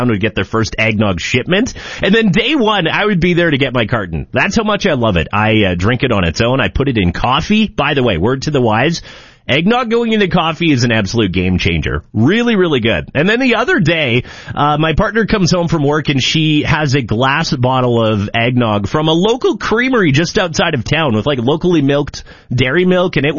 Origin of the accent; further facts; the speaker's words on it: Langham, Saskatchewan, Canada; when I was a teenager, growing up in Langham